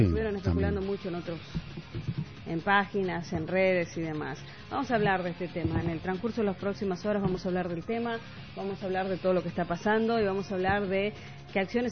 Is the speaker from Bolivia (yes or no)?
yes; Bolivia; A nosotros, un pueblo boliviano que es tranquilo, que por historia siempre ha sido un pueblo que se supera